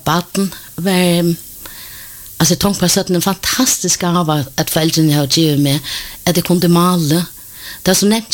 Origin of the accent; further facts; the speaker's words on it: Denmark; Ja, jeg er født i Danmark.